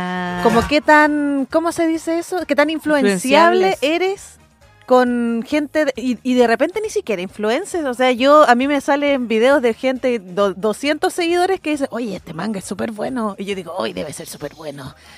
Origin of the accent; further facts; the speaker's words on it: Valdivia, Los Ríos, Chile; hoy soy de Valdivia, así que esta tienda de mangas a la que yo siempre le voy a comprar.